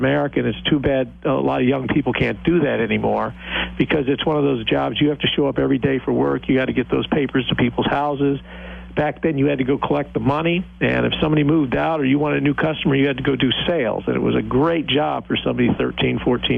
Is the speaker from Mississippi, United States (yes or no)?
no; Detroit, Michigan, United States; also born or lived in Lake City, Florida / Washington, D.C. / Butte, Montana; I was born in Lake City, Florida, but the year I was born, my dad joined the FBI, and I ended up growing up in Detroit, Washington, D.C., and then for my senior year at high school, I got to go to Butte, Montana.